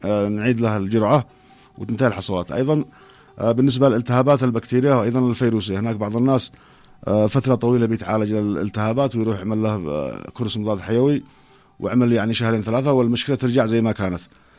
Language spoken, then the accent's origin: Arabic; Yemen; طبعا بالنسبة لأمراض الكلى هي أمراض شائعة جدا يعني يعني عندنا في اليمن